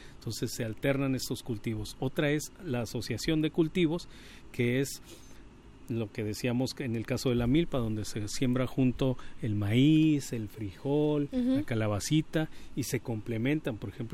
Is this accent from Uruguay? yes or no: no; Mexico; now in Cuatro Ciénegas, Mexico; todos estos herbívoros que también son parte de la alimentación que tenemos los mexicanos.